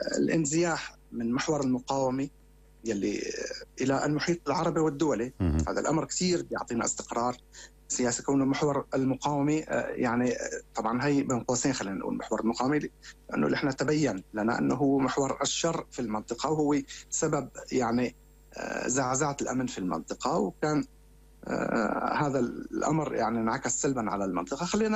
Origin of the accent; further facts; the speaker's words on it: Syria; احنا كسوريين نستفيد منه